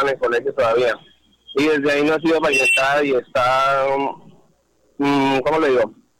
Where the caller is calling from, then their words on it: Villavicencio, Meta, Colombia; yo vivo en Ciudad Porfía, más exactamente sobre la carrera 42.